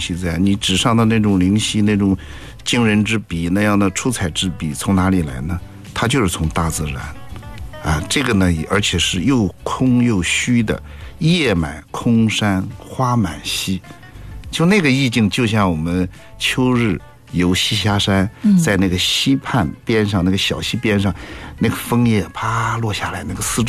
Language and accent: Chinese; Zoucheng, Shandong, China; 到我的家乡这个邹城，就是孟子的老家。